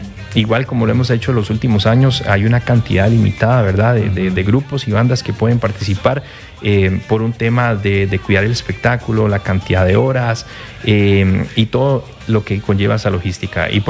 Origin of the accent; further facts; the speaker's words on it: Puntarenas, Costa Rica; nuestro cantón de corredores